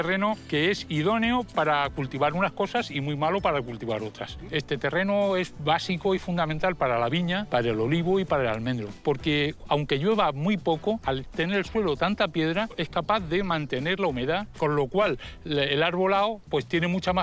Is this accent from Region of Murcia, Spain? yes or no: yes; Jumilla, Region of Murcia, Spain; Sinceramente, me siento más próximo a las costumbres y a la cultura manchega. Mi infancia la pasé aquí, en Jumilla, y me siento jumillano.